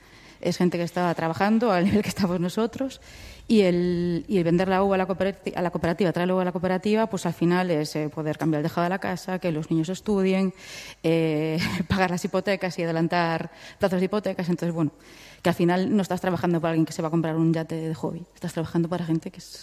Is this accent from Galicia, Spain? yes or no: yes; Vilagarcía de Arousa, Galicia, Spain